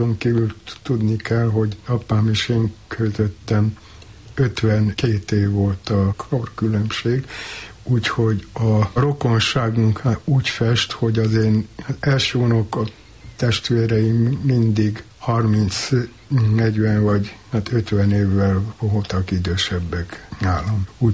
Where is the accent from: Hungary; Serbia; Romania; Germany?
Romania; Cluj-Napoca, Cluj County; moved away; én ott töltöttem el az egész gyermekkoromat, szóval ott minden követ ismertem az utcába